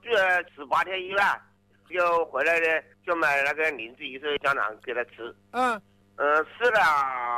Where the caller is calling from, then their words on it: Yunmeng County, Hubei, China; 南通村，挨着汉川的刘家嘎镇的。